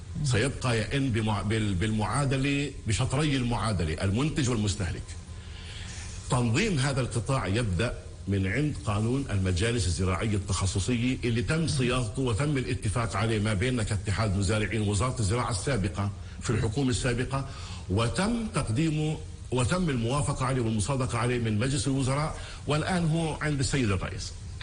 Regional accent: Palestine; إحنا الأعلاف عندنا في فلسطين تكلفتها أعلى من المحيط والإقليم

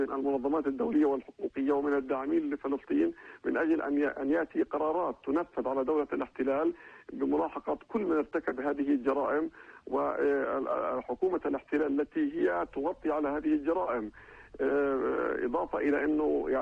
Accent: Palestine

